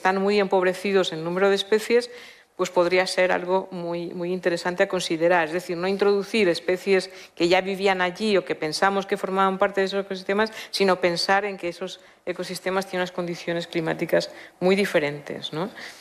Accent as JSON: {"language": "Spanish", "town": "Valencia", "region": "Valencian Community", "country": "Spain", "said": "como soy de Valencia"}